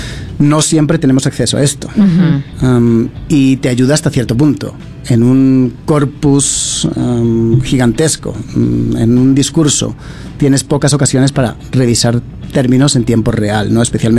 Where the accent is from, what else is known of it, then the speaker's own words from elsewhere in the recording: Spain; Spanish is a second language; also born or lived in United Kingdom; desde muy joven fui del Reino Unido, donde yo nací, a vivir a España. Viví muchos años ahí en España y aprendí a hablar español y eres niño, aprendes el idioma muy fácilmente